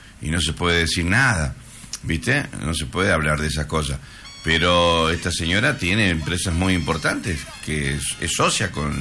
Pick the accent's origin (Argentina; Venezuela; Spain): Argentina; somos todos argentinos.